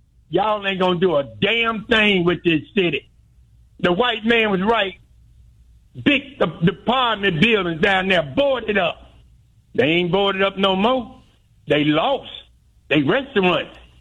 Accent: Birmingham, Alabama, United States; I grew up in Birmingham, Alabama.

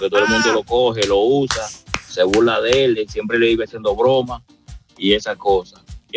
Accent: Dominican Republic; now in United States; Yo soy un fiel oyente número uno de aquí de la parte de Pensilvania. Sí. Miren, que yo soy dominicano.

